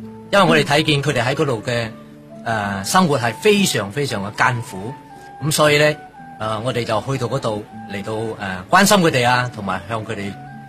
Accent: Ipoh, Perak, Malaysia; 我哋系霹雳州怡保。

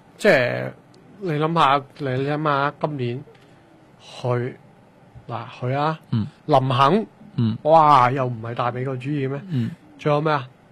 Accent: Canada; 其实咧，我觉得咧呢套戏咧有 hero 感咧，但系作为一个加拿大人咧，我都铺咗光。

